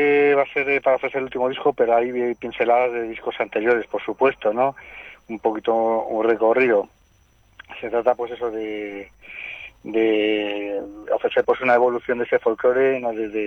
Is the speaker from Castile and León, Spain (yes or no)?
yes; Palencia, Castile and León, Spain; somos palentinos, pero eso con muchas raíces aquí en la Ribera del Duero, ¿no? Porque el apellido de buena parte de los integrantes … un gran folclorista, pues desciende de Milagros, Peñaranda de Duero